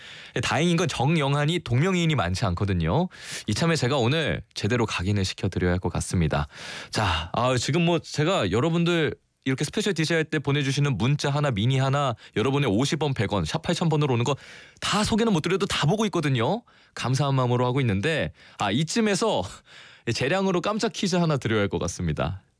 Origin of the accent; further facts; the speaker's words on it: Incheon, South Korea; 제가 또 인천 출신이라 갈매기와 일가견이 있습니다.